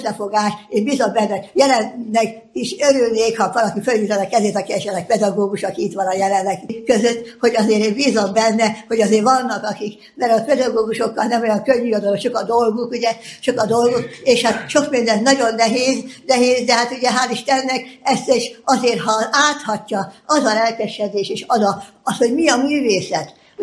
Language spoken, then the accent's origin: Hungarian; Esztergom, Komárom-Esztergom, Hungary; én Esztergomból születtem, és ott nőttem föl, és hát az egyetemet is nem könnyen, de azt is el tudtam végezni